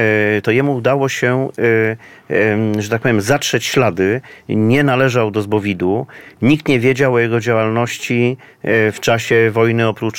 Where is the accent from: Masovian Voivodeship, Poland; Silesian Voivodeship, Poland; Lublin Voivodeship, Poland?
Masovian Voivodeship, Poland; Warsaw; mieszkałem od dziecka i notabene rodzina przeżyła okupację na Bielanach.